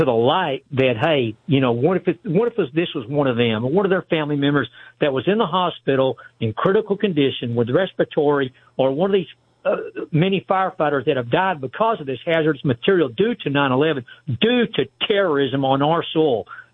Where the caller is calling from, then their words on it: Dallas, Texas, United States; I'm calling from Dallas, Texas